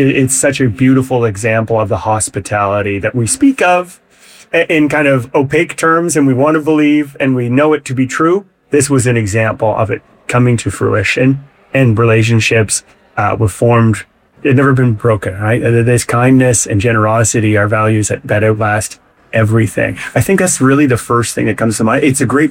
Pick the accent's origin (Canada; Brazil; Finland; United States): Canada; Fredericton, New Brunswick; Fredericton right now in my hometown, Come From Away is showing in Fredericton.